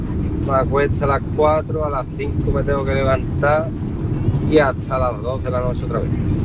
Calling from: Seville, Andalusia, Spain; de Sevilla.

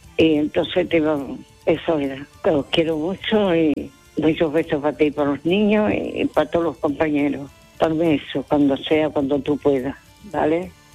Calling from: Seville, Andalusia, Spain; Manolo, mira mi alma … del Tiro de Línea.

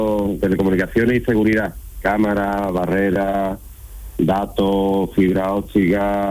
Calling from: Algeciras, Andalusia, Spain; De Algeciras.

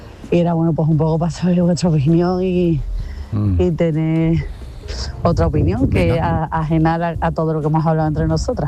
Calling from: Seville, Andalusia, Spain; Hola, pues … de Sevilla.

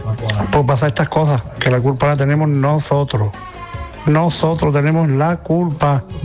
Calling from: Almonte, Andalusia, Spain; de Almonte.

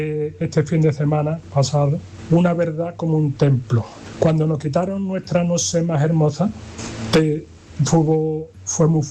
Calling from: Brenes, Andalusia, Spain; de Brenes

